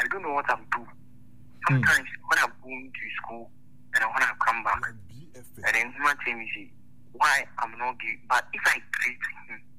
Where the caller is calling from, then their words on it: Abuja, Federal Capital Territory, Nigeria; I'm calling from Abuja